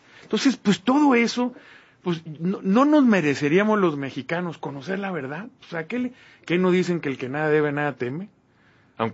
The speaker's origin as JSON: {"language": "Spanish", "country": "Mexico", "said": "Oye, ¿no nos merecemos como mexicanos poner en riesgo simplemente el Tratado de Libre Comercio?"}